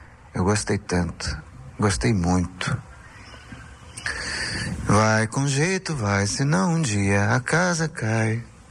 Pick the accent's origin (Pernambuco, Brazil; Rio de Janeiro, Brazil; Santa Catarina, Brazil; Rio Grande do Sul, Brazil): Rio de Janeiro, Brazil; born there; also born or lived in Paty do Alferes; nós saímos do Morro de São Carlos, fomos morar na Praça da Bandeira. Na Praça da Bandeira, nós enfrentamos as enchentes. Uma vez eu fiquei com uma enchente até a canela. Aí nós fomos morar no Rio Comprido.